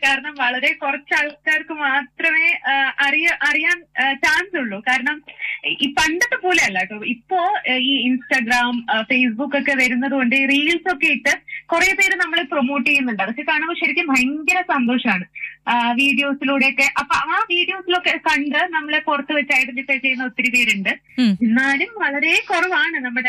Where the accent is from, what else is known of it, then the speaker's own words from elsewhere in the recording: Thiruvananthapuram, Kerala, India; എന്റെ നാട് ട്രിവാൻഡ്രം ആണ്, ഹസ്ബൻഡിന്റെ നാട് പന്തളമാണ്.